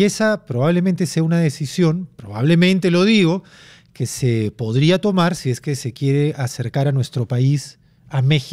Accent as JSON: {"language": "Spanish", "country": "Peru", "said": "Como peruanos, es el ritmo de nuestros días."}